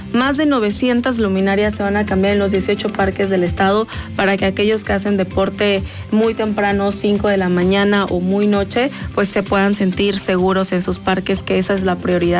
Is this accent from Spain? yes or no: no; Puebla, Mexico; los parques son de nosotros como poblanos.